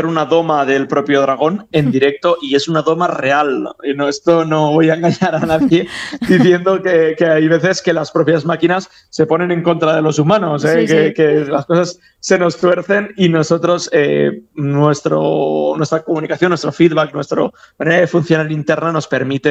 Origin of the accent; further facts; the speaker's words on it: Villarreal, Valencian Community, Spain; Nosotros somos de Villarreal, hemos estado en varias ediciones con otros espectáculos